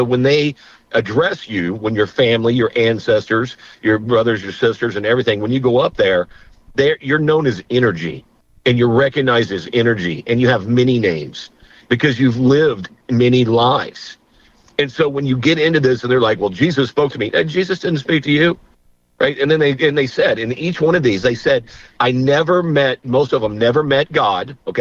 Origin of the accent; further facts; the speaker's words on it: the South, United States; I was raised a Christian in the Bible Belt.